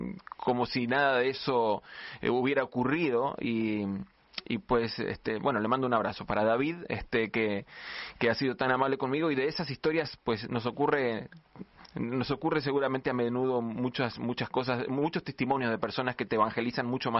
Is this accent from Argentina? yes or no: yes; Argentina; mezcla de acentos resultan en este acento tan confuso que traigo, que nunca nadie identifica que soy argentino.